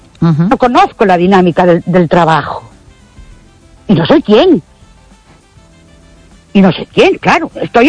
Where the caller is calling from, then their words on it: Ourense, Galicia, Spain; de Orense otra vez.